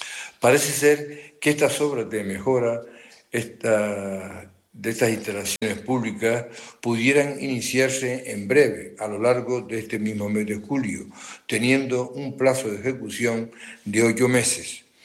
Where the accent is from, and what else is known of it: Las Palmas de Gran Canaria, Canary Islands, Spain